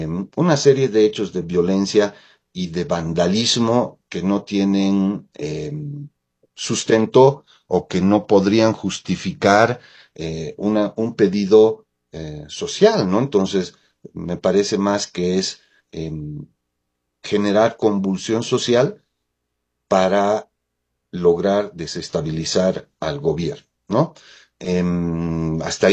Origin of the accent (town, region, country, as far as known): Bolivia